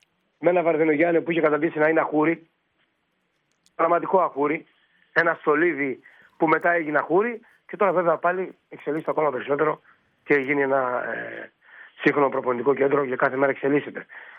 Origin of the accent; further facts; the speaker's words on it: Garypa, Greece; Εμείς τι είχαμε? Μια μπάλα είχαμε. Εγώ στο χωριό μου, τη Γαρύπα. Μια μπάλα είχαμε σε όλο το χωριό.